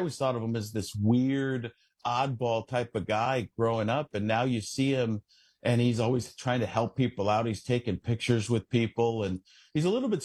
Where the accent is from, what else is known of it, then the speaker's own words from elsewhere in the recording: Milwaukee, Wisconsin, United States; also born or lived in Chicago; I grew up in Wisconsin. I was born in Chicago, grew up in the Milwaukee area, and I went up to Minnesota.